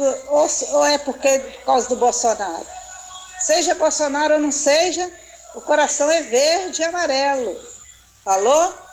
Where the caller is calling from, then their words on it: Muriaé, Minas Gerais, Brazil; City Angola, Macuco.